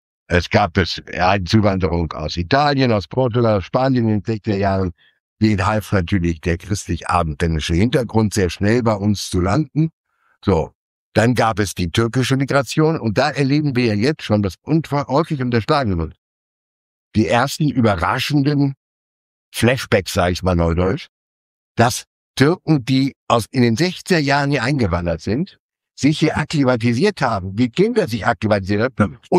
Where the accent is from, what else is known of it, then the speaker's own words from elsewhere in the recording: Germany; die Blutsbande, ja, von der familiären Abstammung, die uns als Deutsche auswies.